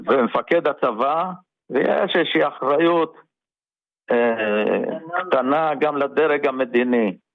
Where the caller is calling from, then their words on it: Hod HaSharon, Central District, Israel; מהוד השרון.